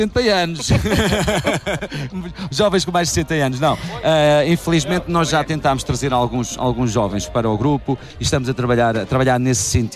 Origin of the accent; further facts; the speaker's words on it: Vila Nova de Poiares, Centro, Portugal; sou de Poiares